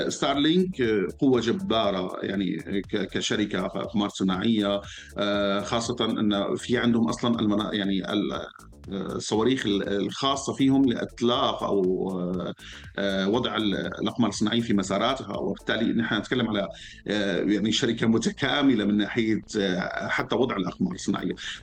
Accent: Syria; أو أنا كمواطن سوري فيني أعتبر ممكن هذه المنافسة تكون بالنسبة لي هي فرصة صراحة

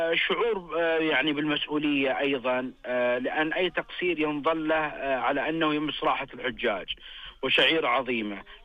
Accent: Saudi Arabia

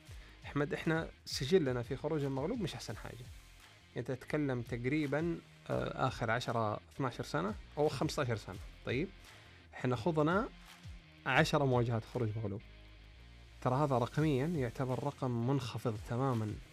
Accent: Saudi Arabia; إحنا اليوم كسعوديين

